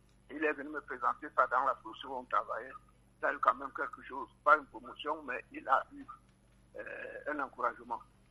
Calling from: Yaoundé, Centre, Cameroon

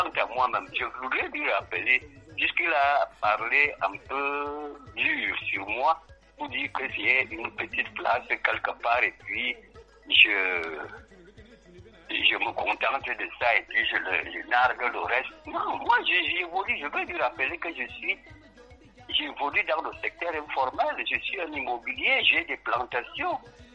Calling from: Cameroon; Je vis au Cameroun comme si je vivais dans une forêt seule.

